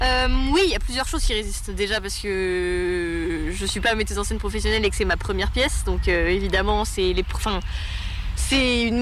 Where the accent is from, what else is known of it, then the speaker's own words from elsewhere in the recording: France; en tant que Française